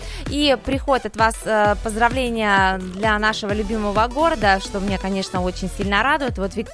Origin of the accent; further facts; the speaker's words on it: Yuzhno-Sakhalinsk, Sakhalin Oblast, Russia; я тоже коренная Южно-Сахалинка.